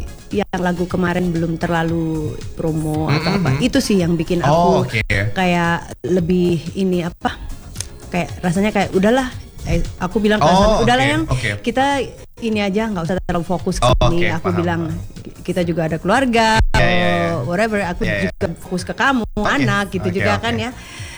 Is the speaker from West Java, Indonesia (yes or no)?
no; Batu, East Java, Indonesia; born or raised there